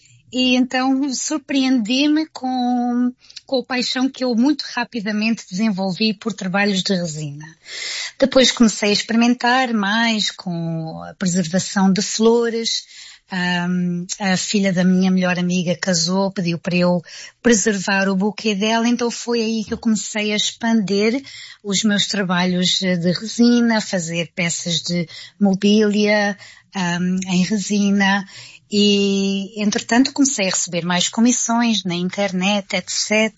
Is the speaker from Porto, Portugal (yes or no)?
no; Loures, Lisbon, Portugal; moved away as an adult; also born or lived in Vila Franca de Xira; now in United Kingdom; de Lisboa, onde eu cresci e morei, especificamente em Loures. Eu fui criada em Loures, uhum, no distrito de Lisboa, e ainda tenho lá familiares, tenho dois irmãos ainda a morar lá em Loures